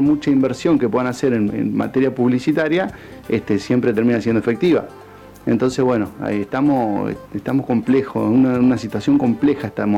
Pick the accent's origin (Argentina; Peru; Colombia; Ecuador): Argentina